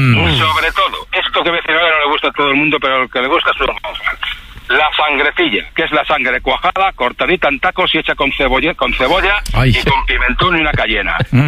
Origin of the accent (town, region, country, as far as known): Valladolid, Castile and León, Spain